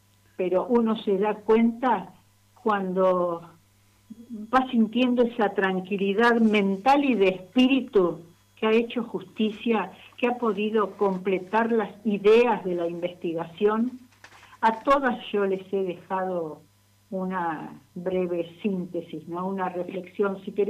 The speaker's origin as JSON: {"language": "Spanish", "country": "Argentina", "said": "Yo soy descendiente por completo de inmigrantes, aunque yo soy argentina."}